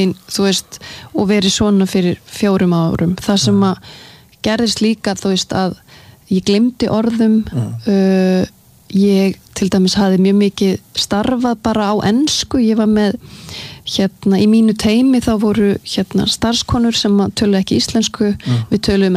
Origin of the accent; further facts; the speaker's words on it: Sweden; ég alinn upp í Svíþjóð alinn upp við að læra 2 tungumál sama tíma